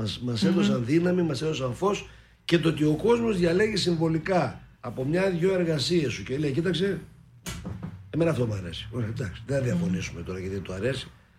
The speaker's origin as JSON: {"language": "Greek", "town": "Serres", "region": "Central Macedonia", "country": "Greece", "also_born_or_lived": "Karditsa", "said": "Είμαι Βορειοελλαδίτης και Εντροελλαδίτης και Βορειοελλαδίτης, γιατί ο πατέρας μου κατάγεται από την Καρδίτσα και μας έχουμε και ένα πολύ ωραίο πατρικό σπίτι από το 1890 φτιαγμένο που το έχω συντηρήσει στον Ελληνόπυργο, ένα χωριό. Πάνω από το Μουζάκι στην ορεινή Θεσσαλία"}